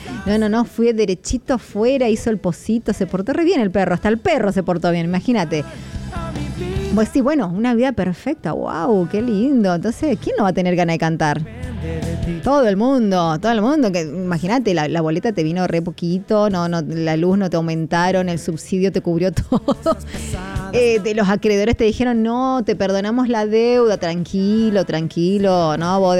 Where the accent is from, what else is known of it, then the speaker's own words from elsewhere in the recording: Argentina; nosotros también aquí como argentinos